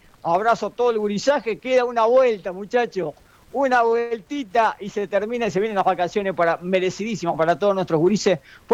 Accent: Argentina; Nosotros somos argentinos, albiceleste, de corazón

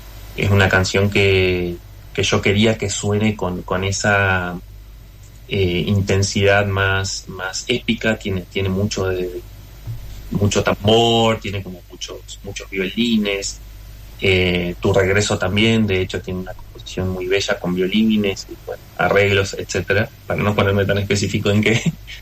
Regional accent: Paraná, Entre Ríos, Argentina; soy el único de Paraná que se enteró

